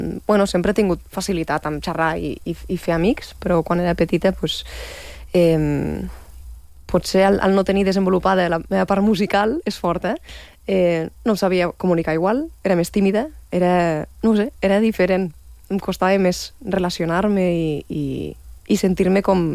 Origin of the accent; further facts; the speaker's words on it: Lleida, Catalonia, Spain; moved away; on he crescut, a Lleida.